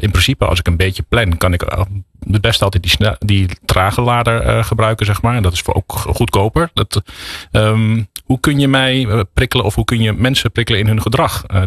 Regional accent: Doetinchem, Gelderland, Netherlands; born there; moved away; also born or lived in near Arnhem; ik ben geboren in Doetinchem, maar ik heb lang in de buurt van Arnhem gewoond, waar ze de trolleybussen hebben natuurlijk.

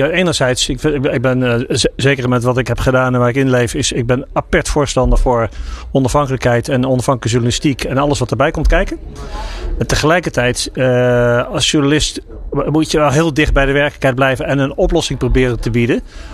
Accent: Netherlands; wij zijn Hollanders

